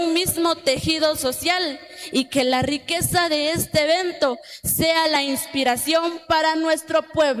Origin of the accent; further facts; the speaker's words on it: Guatemala; originaria del caserío San Vicente Esquipulas, Aldea Chim